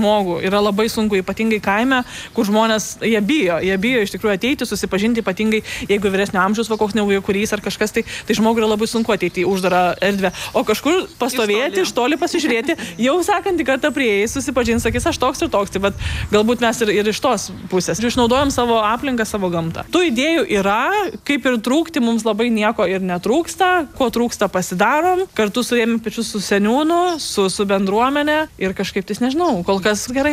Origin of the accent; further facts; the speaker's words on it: Užusaliai, Kaunas County, Lithuania; aš tai čia gyvenu visą gyvenimą, 32 metus, jau baigi 33, ir kažkaip tai, kaip su vyru planavome tolimesnį gyvenimą, tai net nebuvo tokios minties iš čia išsikelti. Tai kažkaip tai visas gyvenimas sukasi aplink tą kaimą